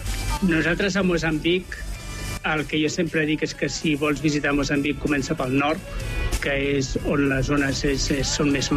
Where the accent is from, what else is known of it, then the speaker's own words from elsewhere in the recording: Catalonia, Spain; nosaltres som catalans i que som una família catalana i que no som espanyols